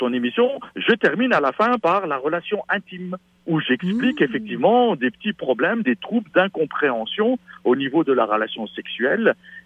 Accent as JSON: {"language": "French", "region": "Quebec", "country": "Canada", "accent": "Québécois", "said": "ben tu peux entendre à mon accent que je suis québécois"}